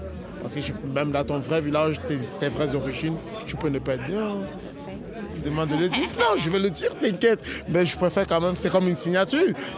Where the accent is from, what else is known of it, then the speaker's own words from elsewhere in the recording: Cameroon; now in Saint-Étienne, France; En fait, c'est la ville qui m'a accueilli en France parce que moi, je suis camerounais de base.